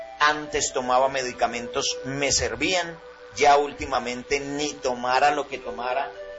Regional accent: Calarcá, Quindío, Colombia; Soy de aquí de Calarcá.

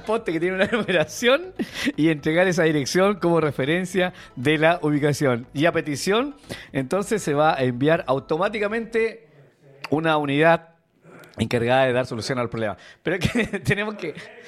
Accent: Chile; yo soy chileno, porque yo amo lo nuestro.

